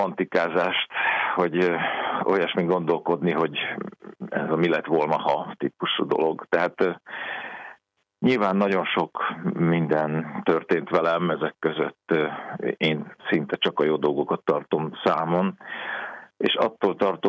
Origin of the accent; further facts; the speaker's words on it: Hungary; én elsősorban ember vagyok, magyar vagyok, apa vagyok